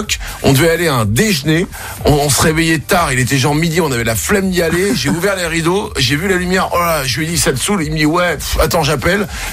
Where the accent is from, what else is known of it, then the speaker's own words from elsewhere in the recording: Belgium; Je t'ai trompé, mais je suis belge.